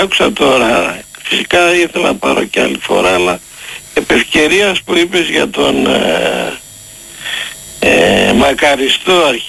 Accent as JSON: {"language": "Greek", "town": "Thessaloniki", "region": "Central Macedonia", "country": "Greece", "tie": "born or raised there", "said": "γεννήθηκα στην Άνω Πόλη στα Κάστρα."}